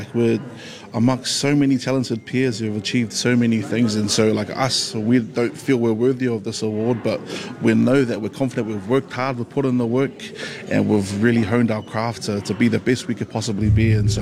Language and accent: English; Wellington, New Zealand; Like, Auckland is so much talent, but because we're from Wellington too, we see the grassroots, and we see how amazing our Pacific people are in Wellington too.